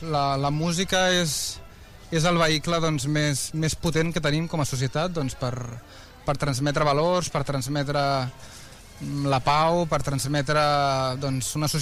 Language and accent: Catalan; Sant Andreu de la Barca, Catalonia, Spain; i més avui, el dia de la Diada, aquí a Sant Andreu, al meu poble.